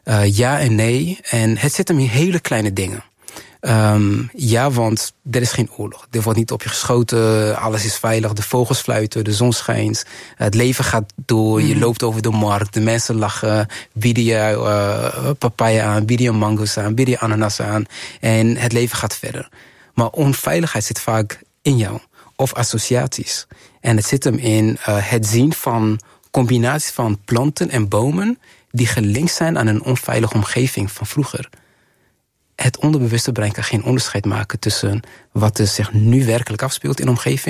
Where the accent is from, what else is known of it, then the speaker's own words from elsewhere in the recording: Rwanda; Dutch is a second language; now in Netherlands; Mijn nationaliteit verandert en ik ben Nederlander op papier. Maar mijn naam, mijn Rwandese naam, mijn geboorteplaats, mijn paspoort zegt precies waar ik vandaan kom.